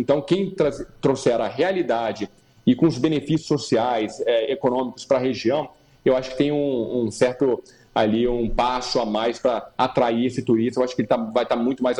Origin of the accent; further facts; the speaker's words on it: Rio de Janeiro, Brazil; que eu sou carioca